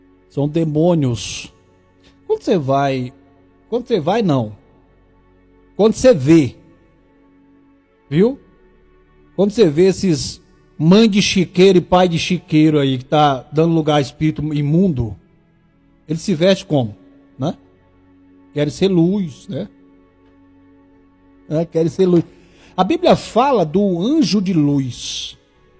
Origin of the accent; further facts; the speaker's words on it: Tocantins, Brazil; Eu sou do Tocantins, viu? Goiano. Quando eu nasci era Goiás ainda.